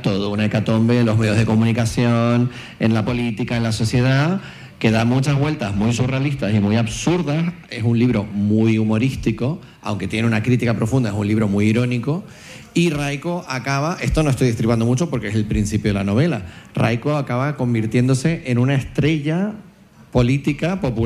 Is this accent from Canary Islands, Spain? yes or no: yes; La Orotava, Canary Islands, Spain; now in Madrid, Spain; Soy oriundo de La Orotava, de la excelentísima noble y leal villa de La Orotava. Mi madre es palmera, mi padre es gallego y yo vivo en Madrid desde hace una temporada.